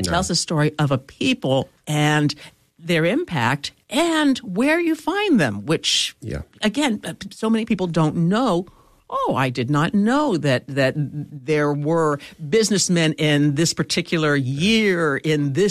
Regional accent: United States; as an American Jew, we are what we used to call that melting pot.

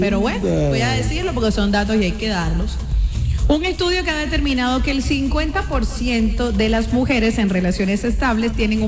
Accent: Cartagena, Bolívar, Colombia; somos las cartageneras.

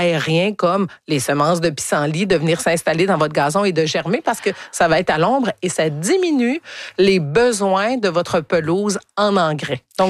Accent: Quebec, Canada; parce que je viens encore une fois de l'Estrie, on a des chevreuils qui mangent les haies de cèdre.

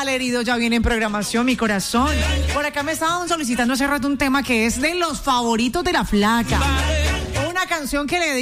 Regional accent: Cali, Valle del Cauca, Colombia; Sí, soy fanática de la salsa, me fascina la salsa, respiro salsa, y es que soy caleña, mi amor.

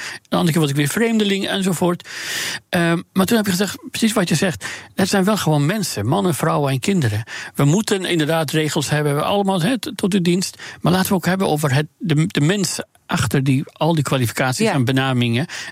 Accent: Iran; moved away as an adult; 35 jaar geleden gevlucht. En ik ben nadien nooit meer teruggegaan naar mijn vaderland. En ook niet terug kunnen gaan. Hè. Het angst, hè, want ik sta nog altijd op een of andere lijsten die dat afschuwelijk regime hanteert. Om ook zelfs Iraanse dissidenten in diaspora dus te vervolgen.

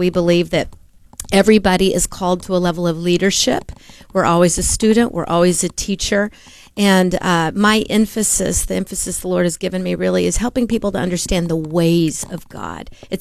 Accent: the South, United States; Yeah, I grew up in the South.

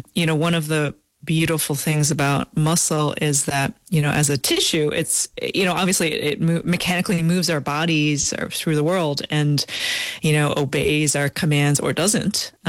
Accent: New York, United States; And my brother and I grew up on Long Island in New York, and we were immersed in water and swimming since a very young age

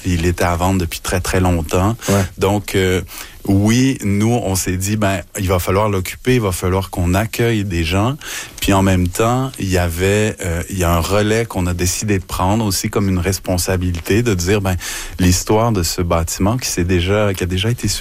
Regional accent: Montreal, Quebec, Canada; c'est ce qui nous a frappé quand on est arrivé de la Grand-Ville, parce qu'on était des Montréalais.

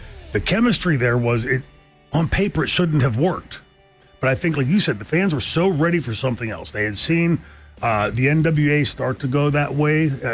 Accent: Pittsburgh, Pennsylvania, United States; But Bruno, it broke my heart because I so respected Bruno Sammartino growing up in Pittsburgh.

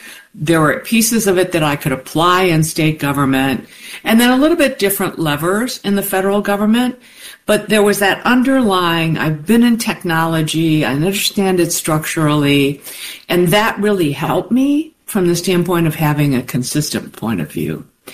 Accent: Detroit, Michigan, United States; And I was there for a couple of years, and I live in Detroit, born and raised in Detroit.

